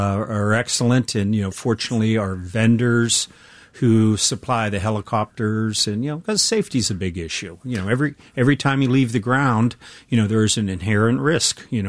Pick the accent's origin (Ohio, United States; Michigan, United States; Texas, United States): Ohio, United States; Steubenville; So one week covering the ER where I grew up in Steubenville, Ohio, it was that model in our hospital.